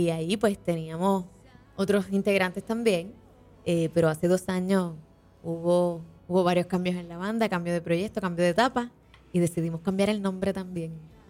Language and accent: Spanish; Luquillo, Puerto Rico; soy de Luquillo.